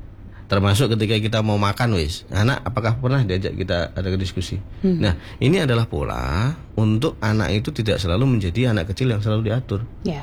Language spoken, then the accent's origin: Indonesian; Bojonegoro, East Java, Indonesia; Kalau saya orang asli Bojonegoro, Mbak, seorang suami itu nyapu, ngepel, cuci baju, wah itu sudah dianggap tidak, istri tidak menghormati.